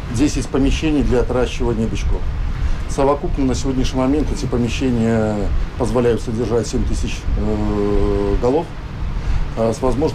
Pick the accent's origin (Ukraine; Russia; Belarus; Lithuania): Belarus; Vitebsk Region; мы из Витебской области. Мы разговариваем на одном языке.